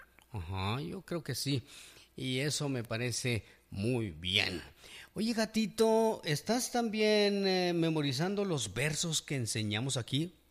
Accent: Guatemala; porque somos guatemaltecos.

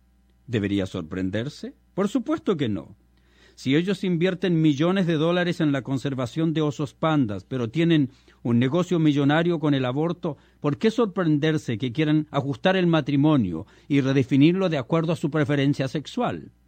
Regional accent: Chile; Como chileno y como muchos otros países, tengo la posibilidad de entrar a sus hogares, entrar a los hogares de mis compatriotas.

